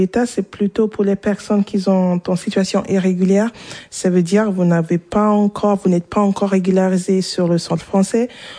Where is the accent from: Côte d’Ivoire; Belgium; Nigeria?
Nigeria; French is a second language; now in France; Moi, je parle anglais. Lui aussi, je suis nigérienne de base. J'ai appris français